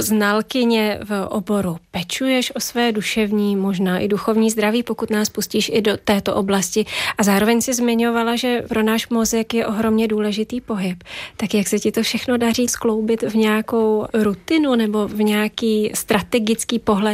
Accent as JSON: {"language": "Czech", "town": "Louny", "region": "Ústí nad Labem Region", "country": "Czechia", "tie": "born or raised there", "said": "To je moje rodné město Louny."}